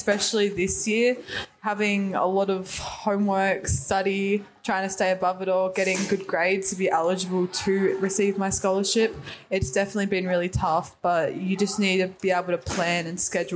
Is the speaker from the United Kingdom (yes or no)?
no; Australia; We always got questions about being Australian.